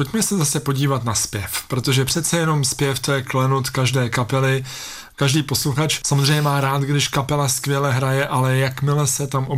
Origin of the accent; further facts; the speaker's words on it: Trutnov, Hradec Králové Region, Czechia; Já jsem z Trutnova.